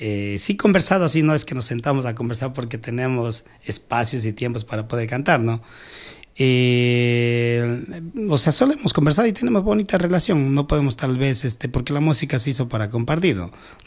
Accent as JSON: {"language": "Spanish", "town": "Sevilla Don Bosco", "region": "Morona Santiago", "country": "Ecuador", "said": "yo soy de Sevilla"}